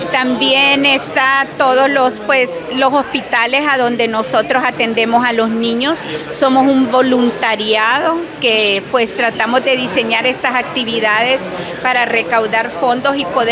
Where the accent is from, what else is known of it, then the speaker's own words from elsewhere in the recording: Honduras; los hondureños somos bien solidarios.